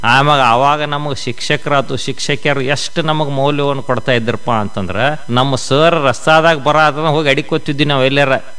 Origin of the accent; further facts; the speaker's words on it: Bailhongal, Karnataka, India; also born or lived in Pune; ನಾವು ಇರೋದು ಬೆಳಗಾವಿ ಜಿಲ್ಲೆ ಬೈಲಹೊಂಗದಲ್ಲಿ. ನನ್ನ ಬಾಲ್ಯ ನನ್ನ ಮೊದಲನೇ ತರಗತಿಯಿಂದ ಪಿ ಯು ಸಿವರೆಗೆ ಆಗಿರೋದು ಬೈಲಹೊಂಗಲ್ನಲ್ಲಿ. ನಾವು ಕಲಿತಿರೋದು ಕನ್ನಡ ಮೀಡಿಯಂನಲ್ಲಿ. ನನ್ನ ಇಂಜಿನಿಯರಿಂಗ್ ಆಗಿರೋದು ಬಸವೇಶ್ವರ ಇಂಗೇಜ್ ಕಾಲೇಜ್ ಬಾಗಲಕೋಟೆನಲ್ಲಿ.